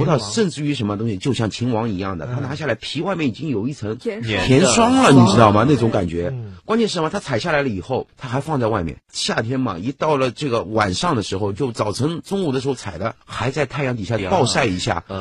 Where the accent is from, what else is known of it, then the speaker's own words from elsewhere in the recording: Yunnan, China; moved away; 但是没想到我现在我的老家云南也出琵琶，